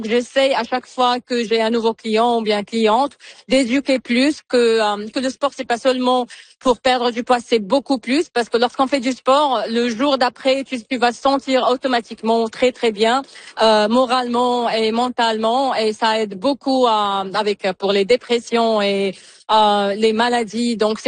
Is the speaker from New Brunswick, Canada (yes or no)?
yes; New Brunswick, Canada; Je suis de Nouveau-Brunswick, je suis pas d'ici